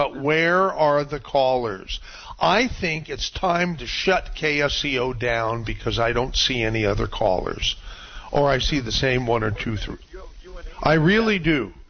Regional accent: United States; born there; Well, I was born in America, Johnny.

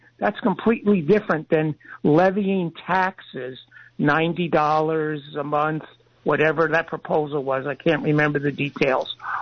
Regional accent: Pennsylvania, United States; now in California, United States; When I first moved here in the 70s, I came here alone from Pennsylvania. And I wanted to try out California

